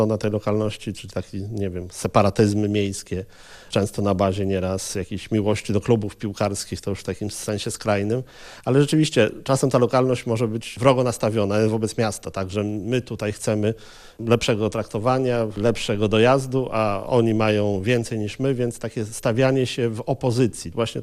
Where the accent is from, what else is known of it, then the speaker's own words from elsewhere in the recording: Warsaw, Masovian Voivodeship, Poland; Też czuję się lokalnie zaangażowanym patriotą na Brudnie i to jest, uważam, moja mała ojczyzna.